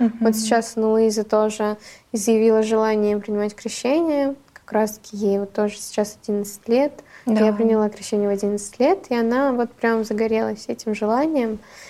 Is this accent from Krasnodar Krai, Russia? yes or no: yes; Gelendzhik, Krasnodar Krai, Russia; also born or lived in Arkhyz, Russia; это Геленджик, мой родной город. А вторая мой клип, второй мой клип … это Карачаево-Черкесия, Архыз как раз-таки. Мое родное местечко, мое любимое место, душа моя, да.